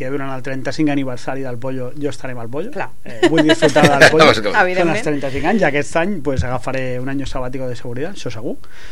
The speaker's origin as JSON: {"language": "Catalan", "town": "Barcelona", "region": "Catalonia", "country": "Spain", "moved": "yes", "said": "jo vinc del barri de la Barceloneta a Barcelona"}